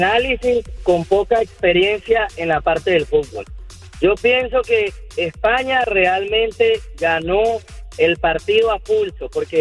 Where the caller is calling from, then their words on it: Ecuador; Yo soy ecuatoriano